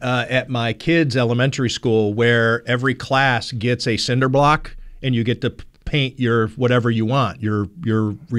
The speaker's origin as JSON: {"language": "English", "town": "Cleveland", "region": "Ohio", "country": "United States", "moved": "yes", "lives_now": "Buffalo, United States", "said": "I'm from Cleveland."}